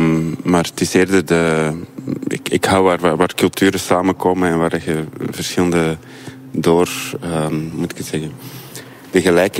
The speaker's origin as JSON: {"language": "Dutch", "town": "Antwerp", "region": "Flanders", "country": "Belgium", "tie": "born or raised there", "said": "Ja, dat is echt mijn thuisstad. Ik ben hier geboren en getogen."}